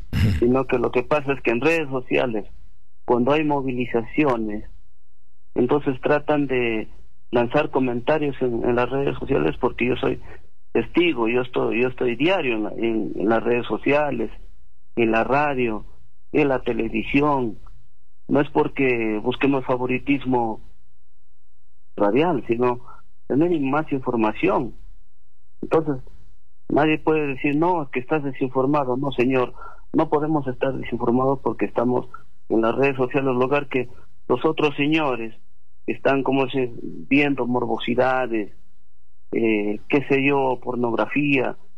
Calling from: Peru; nos ufanamos de ser peruanos

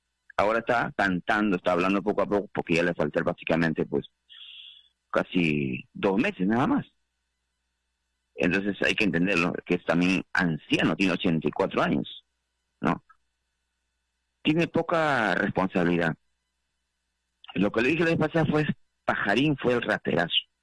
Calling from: Lima, Peru

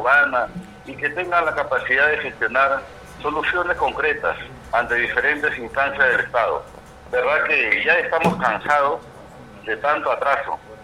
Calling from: Peru; Le saluda … de nuestra comunidad de Tucumán, el casco urbano.

